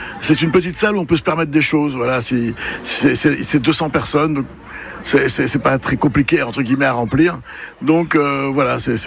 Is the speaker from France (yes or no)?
yes; Brittany, France; first language Breton; French is a second language; Alors je dis toujours que c'est une grande catastrophe que j'ai perdu ma langue maternelle, le breton.